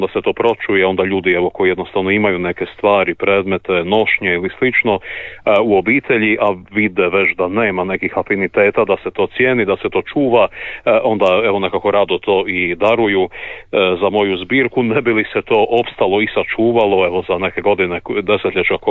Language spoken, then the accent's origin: Croatian; Vugrovec, City of Zagreb, Croatia; moved away as an adult; also born or lived in Varaždin; now in Zagorska Sela, Croatia; Rođen sam u Varaždinu, moja obitelj, otac moj iz okolice Vansa. Evo, sve druge godine živim u Vugrovcu, pa me nekako život malo više i srcem vezao za ovaj prigorski kraj. Tu sam evo odrastao, stasao, završio fakultet